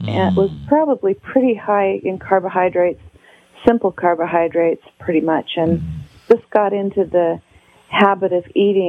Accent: Alaska, United States; I've always loved walking. I've always loved being outside. I was raised in Southeast Alaska.

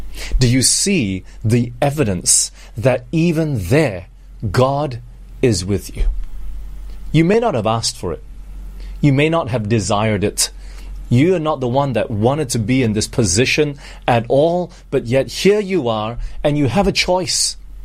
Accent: Malaysia; also born or lived in Singapore / Penang, Malaysia / England; I was born in Singapore. I'm actually Malaysian, but I was born in Singapore, and right after that we moved back to Malaysia here. We were in Penang for 2 years, and then after that we moved to England for 5 years.

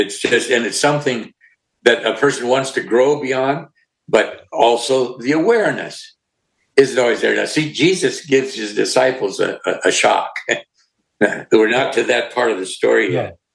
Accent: Montana, United States; When I was growing up, I grew up in Montana

